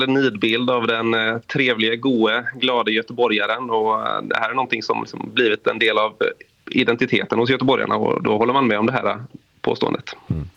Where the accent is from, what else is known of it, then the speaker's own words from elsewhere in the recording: Gothenburg, Västra Götaland County, Sweden; Ja, men jag är ju göteborgare.